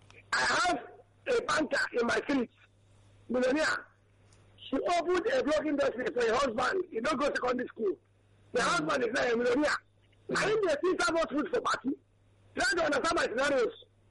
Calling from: Koboko, Northern Region, Uganda; From Koboko.

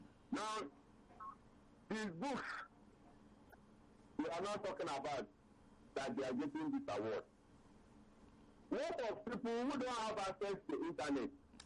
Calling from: Paris, Île-de-France, France; from Paris.

